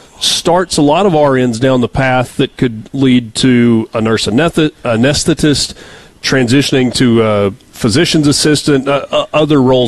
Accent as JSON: {"language": "English", "town": "Oxford", "region": "Mississippi", "country": "United States", "tie": "born or raised there", "said": "I went to Ole Miss. I grew up in Oxford"}